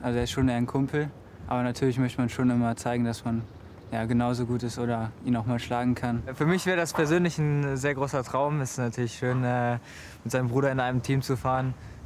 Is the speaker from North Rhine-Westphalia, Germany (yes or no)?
yes; Cologne, North Rhine-Westphalia, Germany; Ich denke, dass kann man als Kölner fast schon mit einer Tour de France-Etappe gleichstellen.